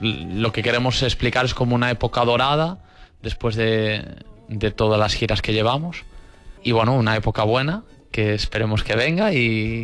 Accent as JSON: {"language": "Spanish", "town": "Vilagarcía de Arousa", "region": "Galicia", "country": "Spain", "tie": "born or raised there", "said": "también me considero de Vilanova, ¿no? Me considero de los dos sitios porque yo he vivido y me he criado en los dos sitios. Tanto en Vilanova como en Villagarcía. Entonces, para mí, realmente, cuando me dicen, ¿de dónde eres? Yo soy de la Ría de Arousa."}